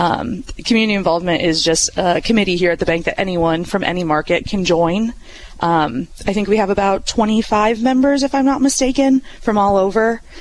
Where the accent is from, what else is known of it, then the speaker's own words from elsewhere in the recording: Pekin, Illinois, United States; now in Springfield, United States; I'm actually from Pekin, Illinois.